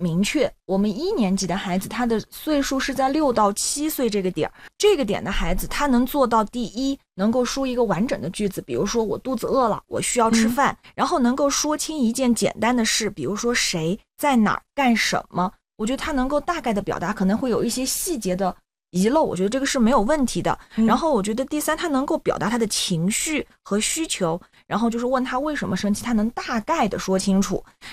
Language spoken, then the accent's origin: Chinese; Yunnan, China; 尤其对于我们云南人来说